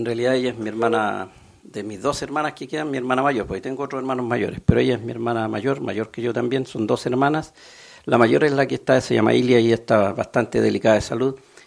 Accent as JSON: {"language": "Spanish", "country": "Chile", "said": "Uno como chileno sabe cómo son los terremotos"}